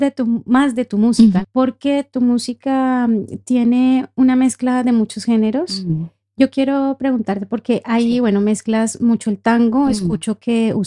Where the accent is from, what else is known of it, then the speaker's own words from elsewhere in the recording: Colombia; now in Norway; Para nosotros los colombianos es muy importante ese festival.